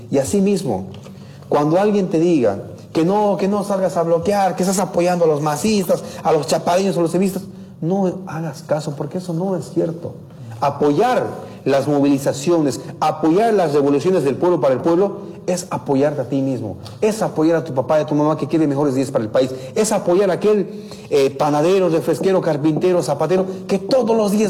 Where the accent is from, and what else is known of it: Bolivia